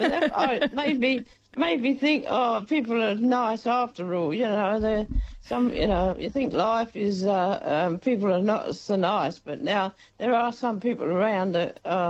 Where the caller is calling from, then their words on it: Maffra, Victoria, Australia; Oh, hi, Mim. Yeah … from Maffra.